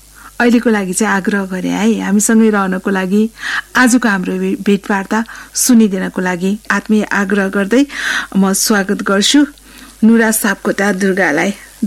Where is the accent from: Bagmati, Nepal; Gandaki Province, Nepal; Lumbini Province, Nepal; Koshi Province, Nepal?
Lumbini Province, Nepal; Butwal; born there; जन्मथलो Rupandehi Butwal.